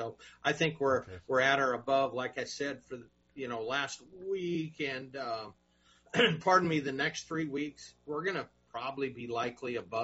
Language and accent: English; Iowa, United States; I went to my hometown grocer here in Eastern Iowa.